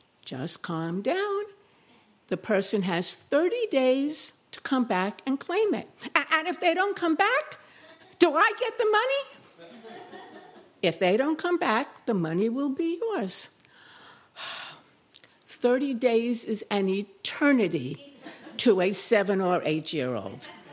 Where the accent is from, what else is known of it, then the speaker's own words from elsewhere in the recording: Brooklyn, New York, United States; I was born and bred in Brooklyn. Is Brooklyn in the house? When I was little, we lived around the corner from Woolworths.